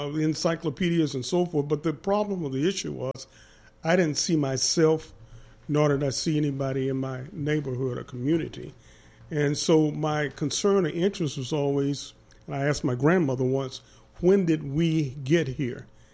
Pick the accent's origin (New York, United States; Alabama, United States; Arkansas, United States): Arkansas, United States; Little Rock; I was born in Little Rock, Arkansas. My parents are Arkansans. I went to Little Rock Central High School and also the University of Arkansas at Little Rock.